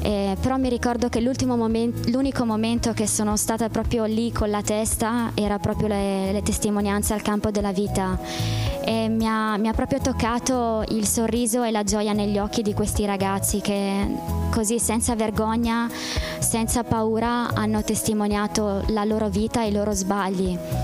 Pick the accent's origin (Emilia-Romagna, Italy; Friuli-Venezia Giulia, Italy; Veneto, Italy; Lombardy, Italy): Veneto, Italy; Verona; Ciao a tutti … sono italiana, vengo da Verona.